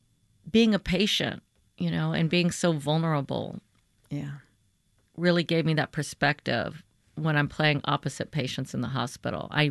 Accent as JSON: {"language": "English", "region": "Louisiana", "country": "United States", "said": "I'm from Louisiana."}